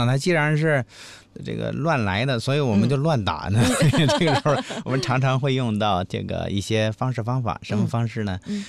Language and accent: Chinese; Hebei, China; 我们河北人